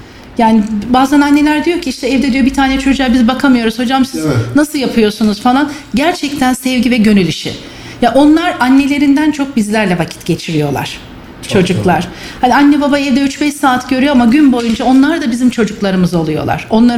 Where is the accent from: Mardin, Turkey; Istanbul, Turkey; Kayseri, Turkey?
Kayseri, Turkey; Aslen Kayseriliyim. Eşim asker. Biz yıllarca gurbet gezdikten sonra kendi memleketimiz olan Kayseri'ye döndük.